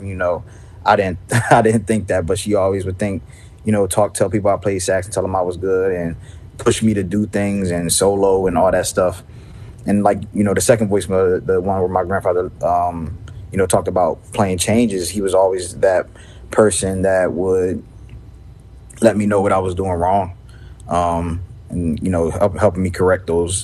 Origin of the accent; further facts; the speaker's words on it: Camden, New Jersey, United States; Cherry Street being a street that I grew up on in Camden, New Jersey.